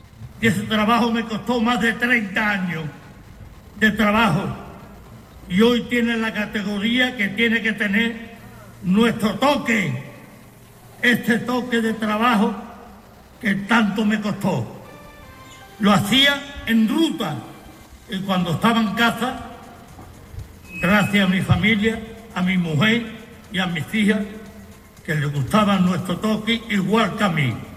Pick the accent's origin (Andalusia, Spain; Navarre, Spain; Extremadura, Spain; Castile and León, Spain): Andalusia, Spain; Morón de la Frontera; Morón es mi casa y ha sido y es y será mi fuente de inspiración